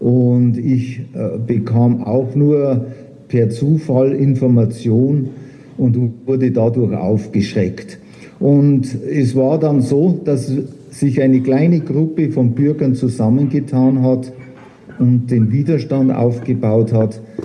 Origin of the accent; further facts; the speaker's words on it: Bavaria, Germany; born there; Ich bin gebürtiger Oberbayer, ich stamme aus dem Hochgebirge. Mein Vater war Förster auch im Hochgebirge.